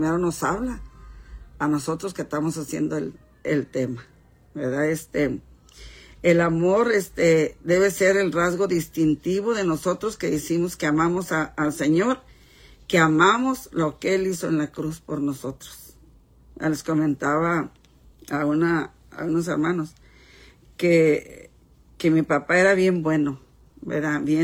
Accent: Mexico; Tenemos, como mexicanos, ¿verdad?, muchos dichos.

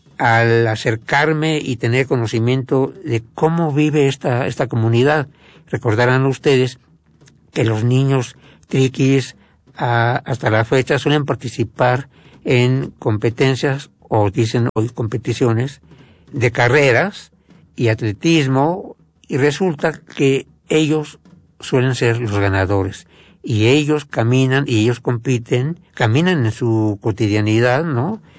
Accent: Mexico; siendo mexicanos, viviendo en México

